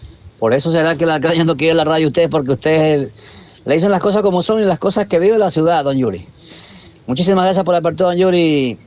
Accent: Quevedo, Los Ríos, Ecuador; born there; yo soy nacido aquí en Quevedo.

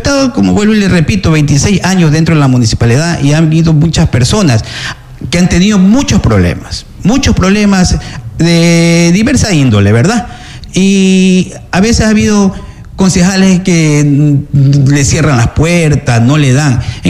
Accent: Salinas, Santa Elena, Ecuador; soy un hijo nativo de Salinas

